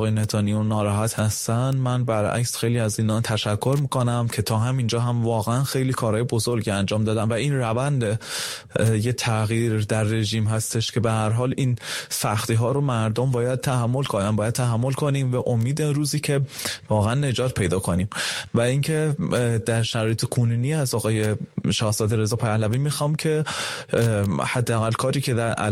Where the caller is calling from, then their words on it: Tehran, Tehran Province, Iran; من از تهران هستم.